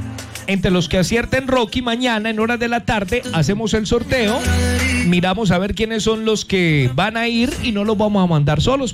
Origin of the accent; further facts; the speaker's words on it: Antioquia, Colombia